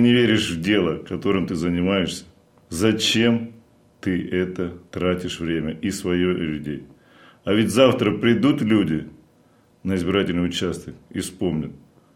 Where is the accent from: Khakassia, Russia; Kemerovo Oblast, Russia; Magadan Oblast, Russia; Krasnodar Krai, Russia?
Krasnodar Krai, Russia; moved away as an adult; now in Oryol Oblast, Russia; Родом я с Кубани.